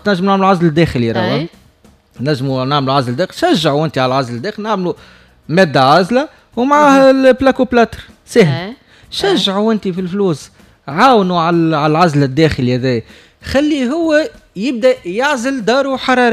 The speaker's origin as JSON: {"language": "Arabic", "country": "Tunisia", "said": "موجودة عندنا في تونس"}